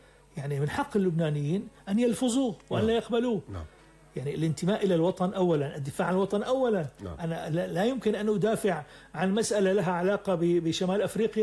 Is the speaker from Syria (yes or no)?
yes; Syria; ما نأمله جميعا كسوريين